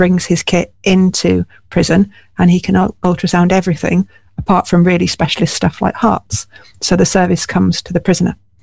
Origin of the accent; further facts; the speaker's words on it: Hull, Yorkshire and the Humber, United Kingdom; I grew up in Hull. I went to state schools.